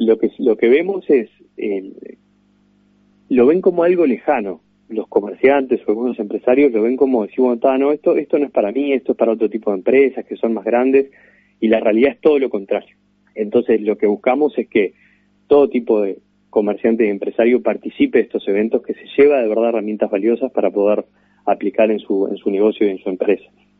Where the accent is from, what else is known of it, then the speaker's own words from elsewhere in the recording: Tacuarembó, Uruguay; del interior vengo, soy de Tacuarembó